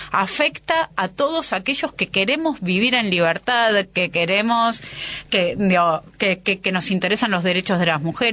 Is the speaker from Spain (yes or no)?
no; Argentina; Nosotros, como argentinos